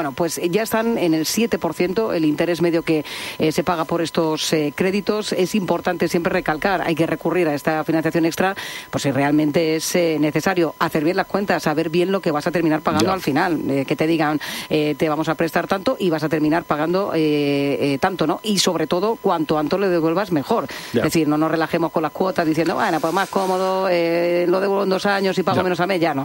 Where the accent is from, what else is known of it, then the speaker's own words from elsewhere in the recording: Region of Murcia, Spain; desde mi tierra querida, desde Murcia, en Jumilla